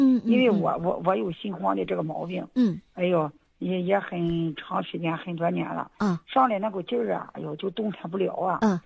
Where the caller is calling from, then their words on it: Shandong, China; 我是山东的。